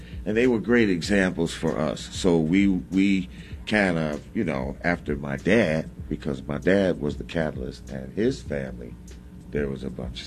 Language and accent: English; Gary, Indiana, United States; when I was real young, man, growing up in Gary, Indiana